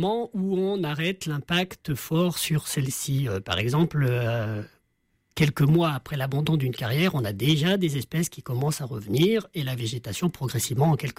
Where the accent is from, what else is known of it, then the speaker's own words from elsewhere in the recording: Auvergne-Rhône-Alpes, France; notamment chez nous en Isère, dans les secteurs de montagne.